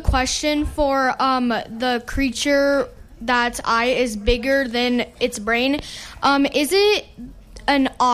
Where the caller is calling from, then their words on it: Oakdale, United States; I am from Oakdale.